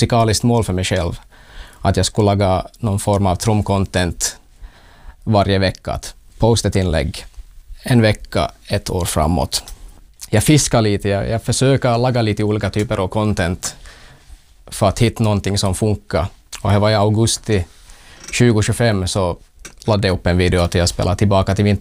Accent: Ytteresse, Ostrobothnia, Finland; Så här började jag göra då hemma i Ytteresse vid familjehemmet i Pannryhme.

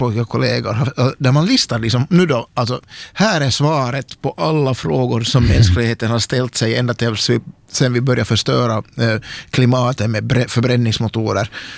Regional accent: Ostrobothnia, Finland; moved away; jag är ju hemma från Österbotten.

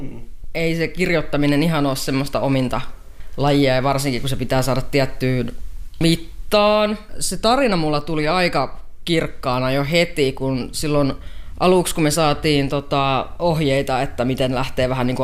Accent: Parola, Tavastia Proper, Finland; now in Menkijärvi, Finland; Mä oon lähtöisin Parolasta, Kanta-Hämeestä.

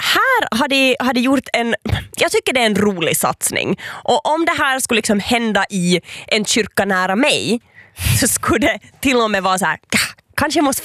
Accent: Ostrobothnia, Finland; Don't worry, jag är från Österbotten.

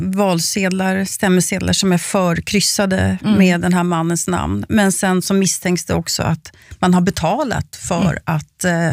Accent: Sweden

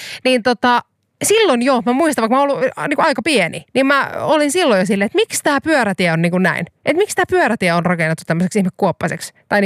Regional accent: Kuopio, North Savo, Finland; moved away; itse olen Kuopiossa kasvanut ja siellä muun muassa paljon elämässäni kävellen ja esimerkiksi pyörällä matkaa kulkenut. Ja mä muistan, miten suuri muutos se oli, kun mä muutin pois Kuopiosta

